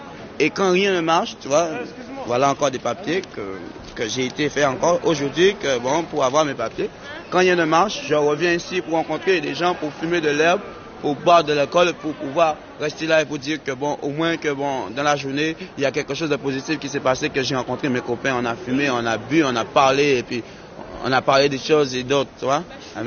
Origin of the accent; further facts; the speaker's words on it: France; J'ai 27 ans et je me trouve en bamboclat de problèmes à Paris. Et je suis français.